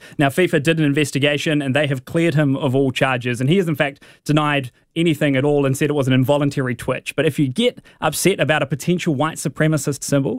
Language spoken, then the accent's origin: English; Hamilton, Waikato, New Zealand; now in Auckland, New Zealand; I mean, I'm from Hamilton, so I'm just feeling right at home now.